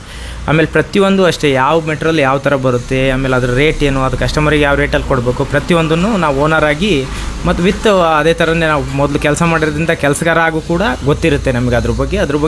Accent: Tammadihalli, Karnataka, India; now in Shivamogga, India; ನಾವು ಹುಟ್ಟಿದ್ದು ಶಿವಮೊಗ್ಗ ಡಿಸ್ಟಿಕ್, ಶಿವಮೊಗ್ಗ ತಾಲೂಕು, ತಮ್ಮಡಿಹಳ್ಳಿ ಅಂತೇಳಿ. 500 ರಿಂದ 6 ಕಿಲೋಮೀಟರ್ ಇದೆ ನಮ್ಮೂರು. ನಿಯರ್ 500 ಆಗುತ್ತೆ ನಮಗೆ. ಅಲ್ಲೇ ಹುಟ್ಟಿದ್ದು, ಅಲ್ಲೇ ಬೆಳೆದಿದ್ದು, ಓದಿದ್ದೆಲ್ಲ 10th ತನಕ ತಮ್ಮಡಿಹಳ್ಳಿಲೇ ಓದಿದ್ದು.

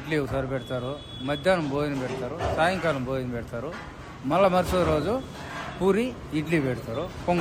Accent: Nadimpalli, Andhra Pradesh, India; moved away as an adult; now in Madanapalle, India; మా సొంత ఊరు చార నడింపల్లి, రామసరం పక్కల నడింపల్లి.

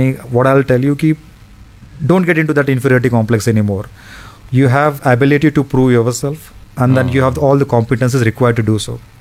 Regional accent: Latur, Maharashtra, India; म्हटलं असं असं मी लातूरचं आहे.

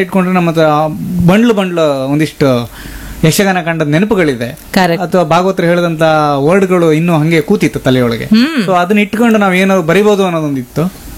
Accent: Kundapura, Karnataka, India; ನಾನು ಕೂಡ ಇದೇ ಕುಂದಾಪುರದ ಹುಟ್ಟಿ ಬೆಳೆದವನು

